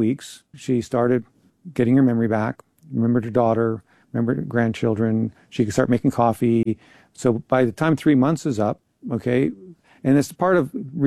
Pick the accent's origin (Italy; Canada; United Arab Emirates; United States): Canada; Moose Jaw, Saskatchewan; Moose Jaw, Saskatchewan, which is my hometown